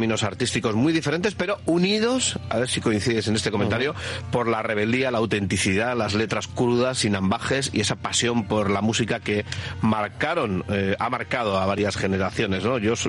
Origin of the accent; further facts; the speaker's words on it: Lezama, Basque Country, Spain; en mi pueblo, en Lezama, en la zona de Munguía